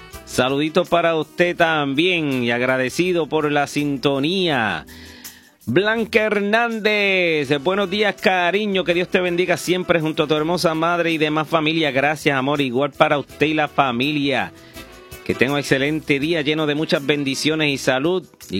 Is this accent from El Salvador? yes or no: no; Aguada, Puerto Rico; en mi pueblo también de Aguada